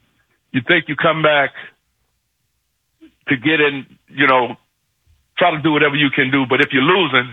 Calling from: Lafayette, Louisiana, United States

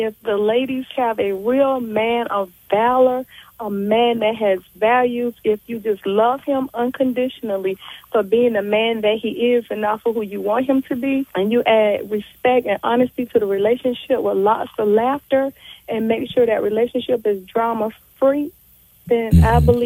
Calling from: Georgia, United States; I'm calling from Georgia.

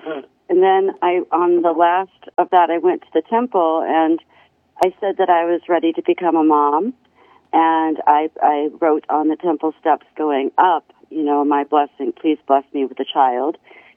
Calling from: Greece; We now live in Greece, on a small island close to the Turkish border.

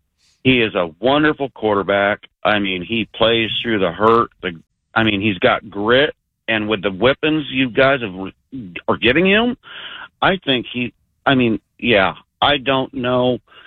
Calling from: Kansas, United States; I'm out here in the middle of Kansas, but I am in Big 12 country.

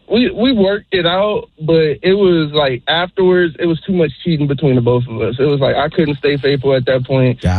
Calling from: Marietta, California, United States; I'm calling from Marietta.

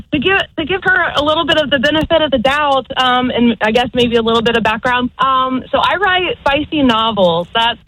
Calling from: Enid, Oklahoma, United States; from Enid.

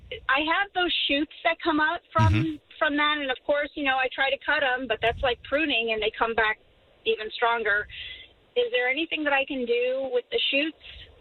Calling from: Universal City, Texas, United States; From Universal City.

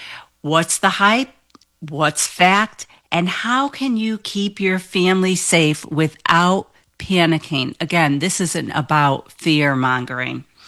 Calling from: East Providence, Rhode Island, United States; from East Providence.

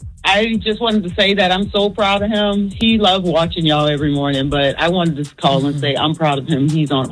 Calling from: Goose Creek, South Carolina, United States; I'm calling from Goose Creek, South Carolina.

